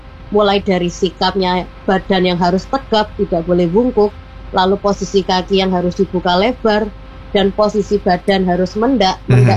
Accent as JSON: {"language": "Indonesian", "region": "East Java", "country": "Indonesia", "said": "Misal nih seperti daerah saya khususnya di Jawa Timur memiliki pakem yang khususnya di gagahan."}